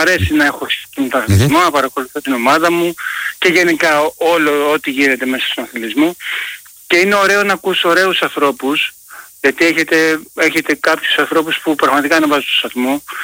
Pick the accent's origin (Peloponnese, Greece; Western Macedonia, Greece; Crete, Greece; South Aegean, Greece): South Aegean, Greece; Kalymnos; από Κάλυμνο.